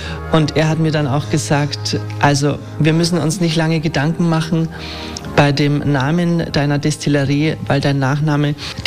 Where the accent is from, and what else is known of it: Augsburg, Bavaria, Germany; moved away